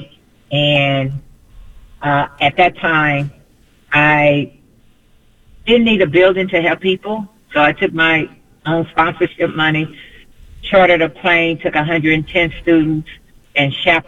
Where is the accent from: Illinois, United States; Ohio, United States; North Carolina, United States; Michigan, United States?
Illinois, United States; East St. Louis; And so now in East St. Louis, my hometown, we're on 100 acres